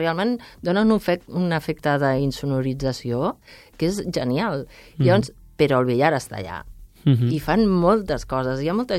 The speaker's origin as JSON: {"language": "Catalan", "region": "Catalonia", "country": "Spain", "said": "com a catalans"}